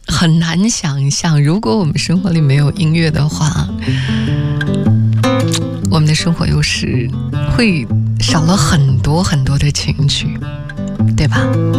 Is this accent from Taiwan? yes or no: no; China